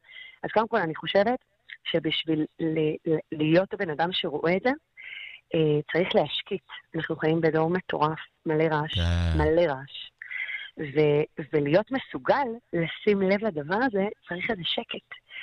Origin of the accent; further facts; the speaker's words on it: Giv'at Shmuel, Central District, Israel; now in Mitzpe Ramon, Israel; גדלתי במרכז, בגבעת שמואל, וכולי כזה ילדת מרכז, לא רואה נוף ממטר, יותר קניונים כזה.